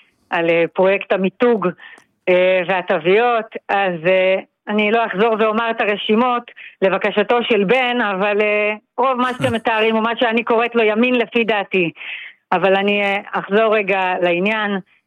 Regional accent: Migdal HaEmek, Northern District, Israel; born or raised there

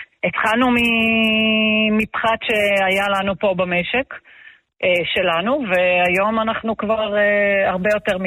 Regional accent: Hanita, Northern District, Israel; moved away as an adult; now in Betzet, Israel; אני מקיבוץ חניתה במקור, אני שכנה

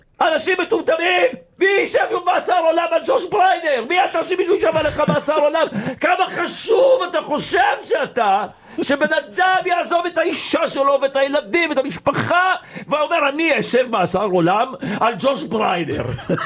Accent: Egypt; אני מצרי.

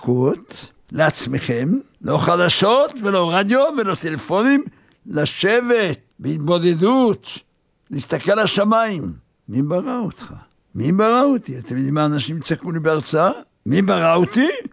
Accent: Haifa, Haifa District, Israel; אני גדלתי בחיפה.

